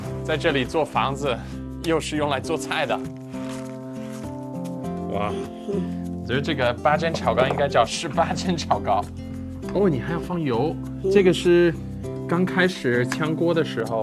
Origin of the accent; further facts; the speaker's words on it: United Kingdom; Chinese is a second language; moved away; 我是英国来的，